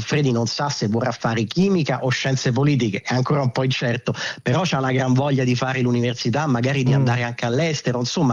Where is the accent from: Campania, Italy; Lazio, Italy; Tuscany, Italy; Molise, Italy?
Lazio, Italy; Rome; Noi siamo di Roma, siamo gli unici di Roma